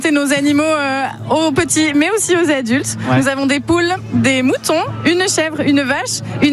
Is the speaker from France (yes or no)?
yes; Soulac-sur-Mer, Nouvelle-Aquitaine, France; On est originaire de Soulac, on est éleveur.